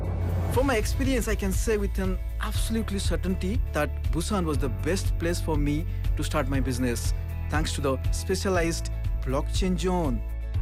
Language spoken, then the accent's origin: English; India; English is a second language; moved away as an adult; now in Korea; from India. Ever since I was a young boy in India, I have been surrounded by different Korean products.